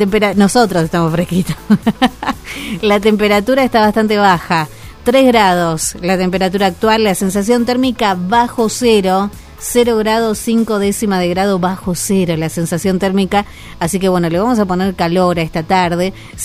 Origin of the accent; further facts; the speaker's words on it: Argentina; En nuestra forma de ver el mundo como argentinos y argentinas